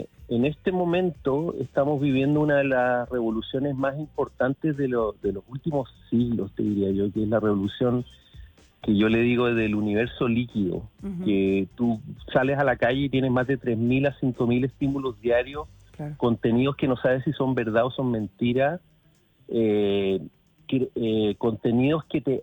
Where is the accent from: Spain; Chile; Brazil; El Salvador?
Chile; Viña del Mar, Valparaíso; yo que soy de Viña